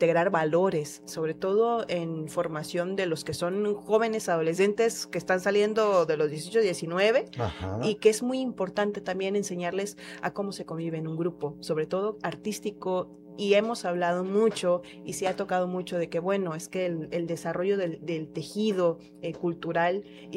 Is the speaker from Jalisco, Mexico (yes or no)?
no; Tabasco, Mexico; lo traemos en la sangre y la voz tabasqueña es algo que realmente ha caracterizado mucho y así como nuestro acento